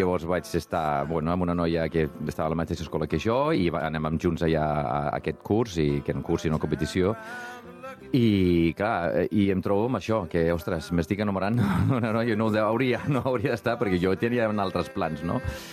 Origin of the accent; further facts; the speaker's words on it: Iceland; first language Icelandic; Catalan is a second language; moved away as an adult; now in Barcelona, Spain; al meu poble, a Corere, d'Islàndia.